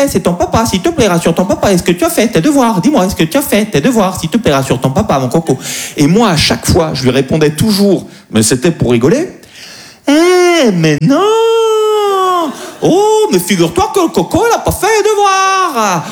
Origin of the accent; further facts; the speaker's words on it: Corsica, France; Donc moi, sur le papier, je suis corse juif.